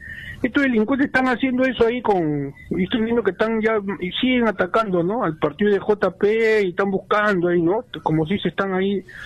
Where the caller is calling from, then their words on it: Lima, Peru; Acá, de Lima.